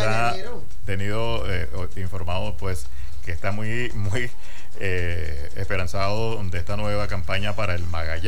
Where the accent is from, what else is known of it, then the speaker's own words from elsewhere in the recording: Caripito, Monagas, Venezuela; esta gente, que por cierto es de mi pueblo, de Caripito